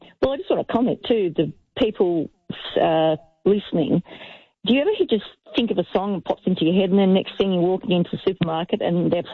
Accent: Sydney, New South Wales, Australia; also born or lived in Port Macquarie / Brisbane; So I grew up in Sydney as a kid, was a teenager in Port Macquarie, went to Teachers College in Brisbane

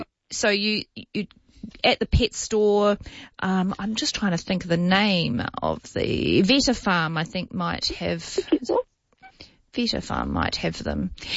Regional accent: New Zealand; I grew up in New Zealand and we used to go to the park across the road and they had masses of aviaries

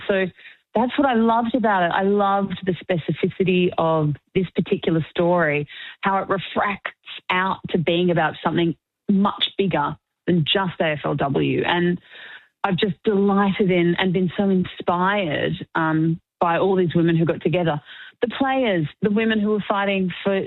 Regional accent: Melbourne, Victoria, Australia; Although I grew up in Melbourne

